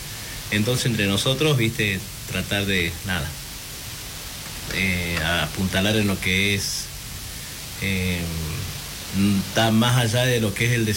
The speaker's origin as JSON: {"language": "Spanish", "town": "Maimará", "region": "Jujuy", "country": "Argentina", "tie": "born or raised there", "also_born_or_lived": "San Pedro", "said": "Maimara es mi pueblo, yo soy de Jujuy, nacido en San Pedro y bueno, a partir de los 12 años en Maimara, digamos, ¿no? En la provincia"}